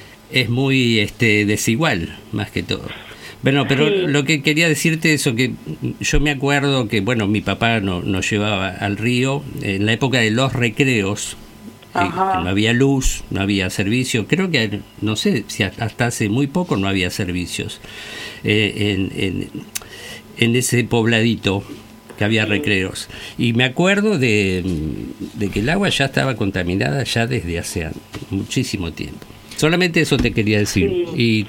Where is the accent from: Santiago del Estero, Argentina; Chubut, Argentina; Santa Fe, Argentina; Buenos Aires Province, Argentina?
Buenos Aires Province, Argentina; Bernal; yo soy de Bernal, viví toda la vida en Bernal.